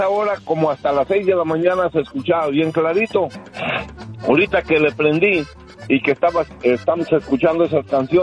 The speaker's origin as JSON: {"language": "Spanish", "town": "Tocumbo", "region": "Michoacán", "country": "Mexico", "tie": "born or raised there", "moved": "yes", "said": "cuando yo vivía, cuando estaba chavalón en mi pueblo que se llama Tocumbo, Michoacán, como éramos ladrilleros y tejeros"}